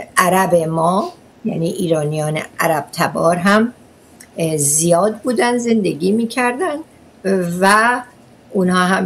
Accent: Ahvaz, Khuzestan, Iran; born or raised there

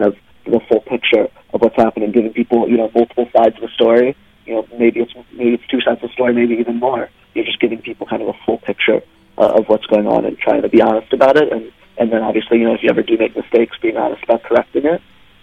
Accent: St. Louis, Missouri, United States; now in Washington, United States; St. Louis, Missouri.

